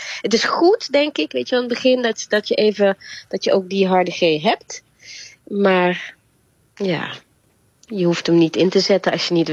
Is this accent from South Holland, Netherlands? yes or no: no; Limburg, Netherlands; accent: Limburgish; Maar we gaan hem wel, ja, toch wel in het Limburgs opvoeden.